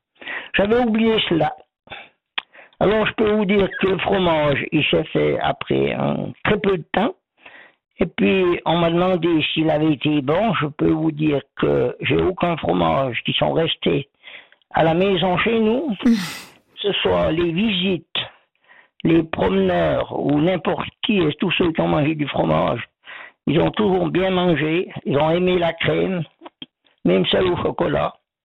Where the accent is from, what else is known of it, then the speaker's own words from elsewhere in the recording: Vaud, Switzerland; accent: accent du pays d'en haut, des Ormonts; tandis que moi, j'ai l'accent du pays d'en haut, des Ormonds.